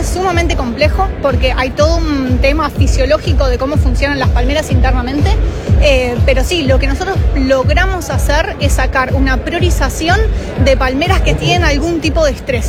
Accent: Montevideo, Uruguay; soy de Montevideo, tengo 35 y estudio ingeniería en sistemas.

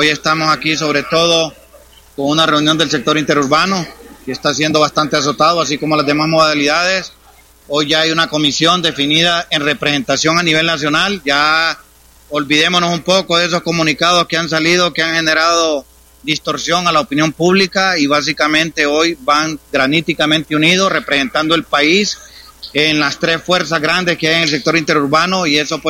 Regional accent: Honduras; también somos hondureños

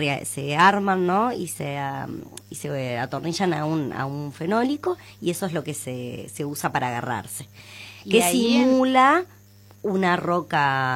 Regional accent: Patagonia, Argentina; also born or lived in Entre Ríos; Yo la verdad es que solamente nací en Entre Ríos. Mi familia desde los 8 meses me trajeron a vivir a esta hermosa Patagonia, al sur, al mar. Y bueno, y me crié acá.

